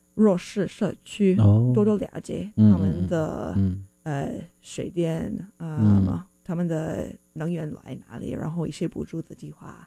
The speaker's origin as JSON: {"language": "Chinese", "region": "California", "country": "United States", "tie": "born or raised there", "second_language": "Chinese", "said": "我就是因为在南加州出生长大，在那边有很多外国人，很多。从墨西哥来的人，或是很多亚洲人来，所以我在那边就算是，可以说少数民族"}